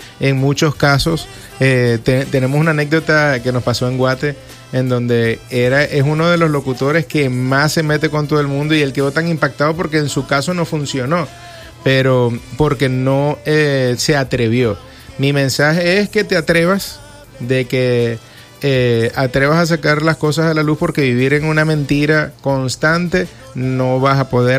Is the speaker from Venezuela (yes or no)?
yes; Venezuela; soy un cantautor venezolano que tengo ya algunos años en esta carrera de la música.